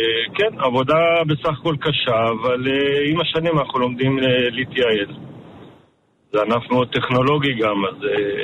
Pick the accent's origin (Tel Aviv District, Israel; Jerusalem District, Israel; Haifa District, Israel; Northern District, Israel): Northern District, Israel; Ma'ale Gilboa; אני נולדתי במעלה גלבוע, אני בן 47, נשוי עם 4 ילדים.